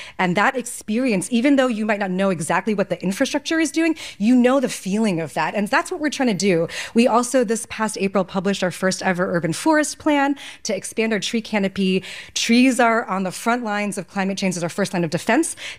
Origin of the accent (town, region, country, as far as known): New York City, New York, United States